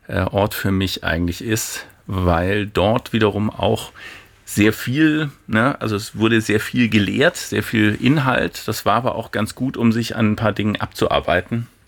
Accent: Esslingen, Baden-Württemberg, Germany; Das war in Esslingen, wo ich aufgewachsen bin, am Neckar, konnte man alles ganz gut bekommen

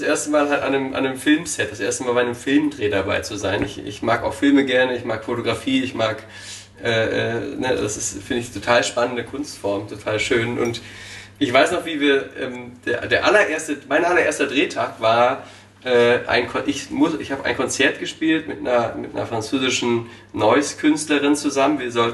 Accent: Osnabrück, Lower Saxony, Germany; Also ich komme aus Osnabrück, Norddeutschland.

